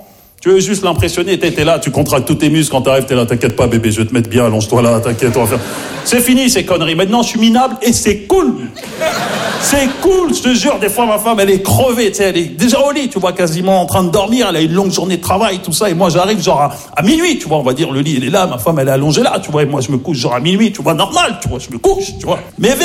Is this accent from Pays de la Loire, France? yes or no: no; Maisons-Alfort, Île-de-France, France; j'ai grandi à Maisons-Alphand, en plus, tu vois, dans le 9-4